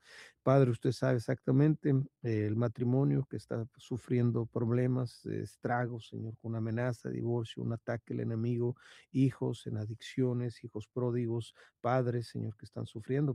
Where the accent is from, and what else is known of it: Mexico